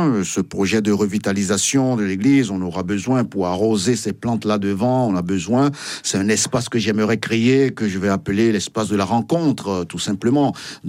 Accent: Benin; moved away; chez nous au Bénin

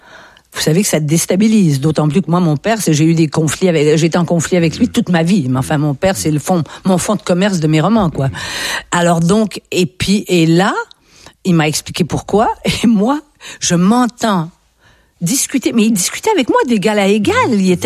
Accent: Quebec, Canada; now in France

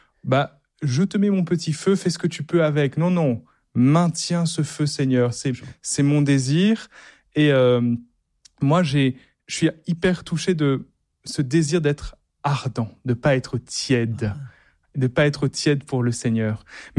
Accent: Réunion, France; moi, je suis réunionnais

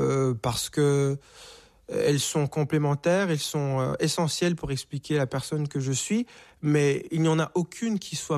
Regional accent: Canada; Par exemple, quand je suis aux États-Unis et qu'on me demande d'où je viens, je dis que je suis canadien.

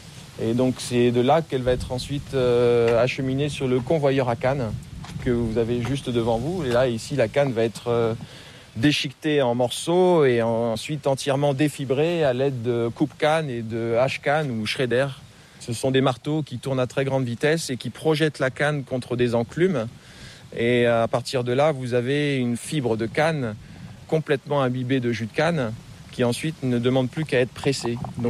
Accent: Marie-Galante, Guadeloupe; Oui, alors moi j'ai grandi à Marais-Galante, absolument, ouais, toute mon enfance, jusqu'à la 5e où je suis parti ensuite en Guadeloupe

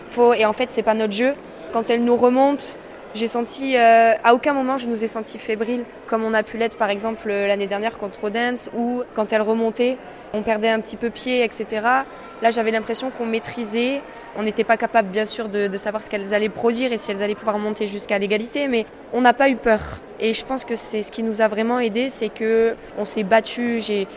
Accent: Marseille, Provence-Alpes-Côte d'Azur, France; Alors, je suis marseillaise, alors je tiens à dire que je suis quand même très contente pour l'équipe de Paris parce que c'est une équipe française.

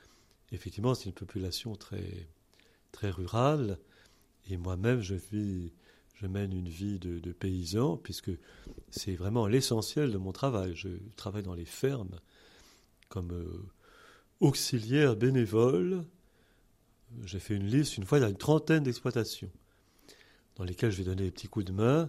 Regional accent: Rome, Lazio, Italy; born there; Je suis né à Rome en 1959 et j'ai fait mes études à Paris

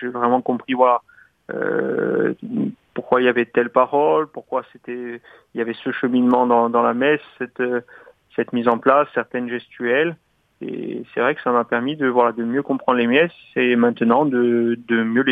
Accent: Olmeto, Corsica, France; moved away as an adult; now in Bonifacio, France; J'ai grandi à Olmetz, je suis à Bonifacio depuis quelques années, mais je suis originaire d'Olmetz, dans le Valling

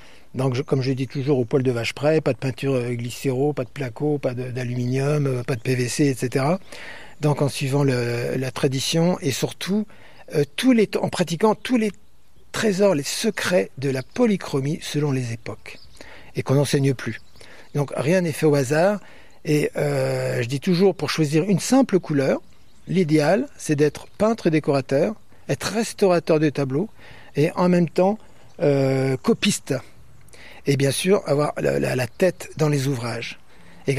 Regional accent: Paris, Île-de-France, France; born there; moi je suis né à Paris, parce que mon père travaille à Paris aux arts décoratifs, etc. Et donc on venait en vacances ici

